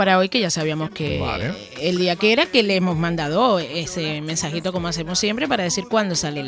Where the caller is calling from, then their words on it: Tegueste, Canary Islands, Spain; de Las Toscas, de Tegueste.